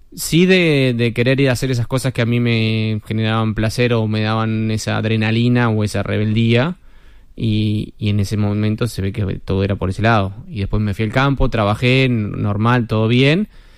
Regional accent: Uruguay; moved away; cuando me fui de Uruguay y a poder sostenerme

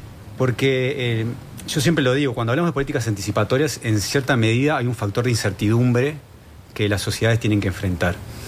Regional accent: Uruguay; está impreso en nuestro ADN como uruguayos

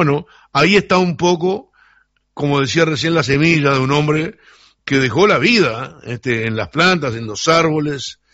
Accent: Sarandí del Yí, Durazno, Uruguay; yo vengo de Sarandí de allí

